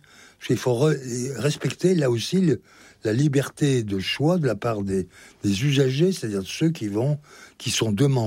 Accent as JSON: {"language": "French", "town": "Belley", "region": "Auvergne-Rhône-Alpes", "country": "France", "tie": "born or raised there", "said": "je suis chez moi à Belay. Mes parents, mon père y a exercé son activité économique et en même temps était premier adjoint. Ma mère est née là et nous a élevés ici."}